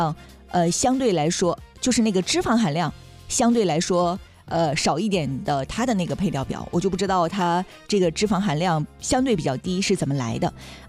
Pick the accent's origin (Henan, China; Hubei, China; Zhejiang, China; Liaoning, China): Liaoning, China; Dalian; 对于我们大连人来说